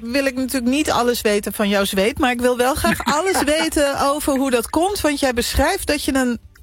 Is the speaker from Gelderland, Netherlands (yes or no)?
no; Wormerveer, North Holland, Netherlands; Och, ja, ja, ik ben opgegroeid in Wormerveer aan de andere kant van het water.